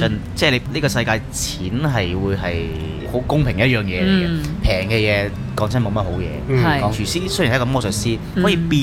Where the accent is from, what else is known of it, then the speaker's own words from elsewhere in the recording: Hong Kong; 我哋香港人